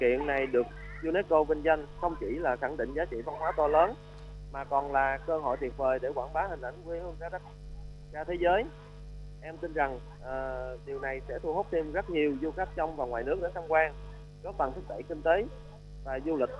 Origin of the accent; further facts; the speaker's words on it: Chau Doc, An Giang, Vietnam; Quê hương em không chỉ có Miếu Bà Chúa Xứ linh thiêng